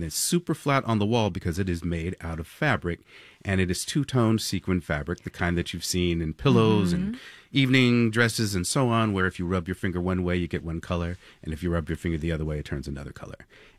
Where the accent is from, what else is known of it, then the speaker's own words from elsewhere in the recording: Los Angeles, California, United States; also born or lived in Japan; as a teenager growing up in Los Angeles, I was a graffiti artist.